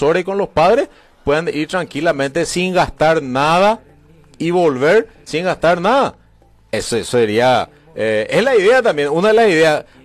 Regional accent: Carapeguá, Paraguarí, Paraguay; nosotros somos los carapegueños, somos los de Cuapoilón

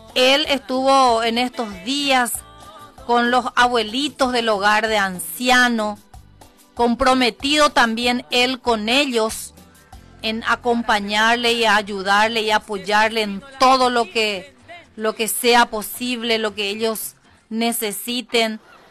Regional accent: Carapeguá, Paraguarí, Paraguay; así tenemos que sentirnos todos como hijos de nuestra ciudad de Carapeguá

